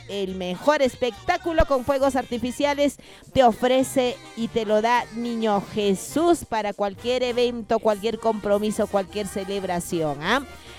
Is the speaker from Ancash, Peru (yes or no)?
yes; Huaraz, Ancash, Peru; que hayamos fortalecido también nuestra identidad, nuestra cultura como guaracinos, como peruanos también.